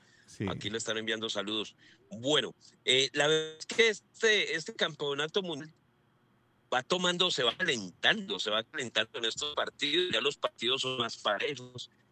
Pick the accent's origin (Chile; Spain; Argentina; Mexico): Mexico; Pero la verdad, yo soy mexicano en el partido 100% mexicano.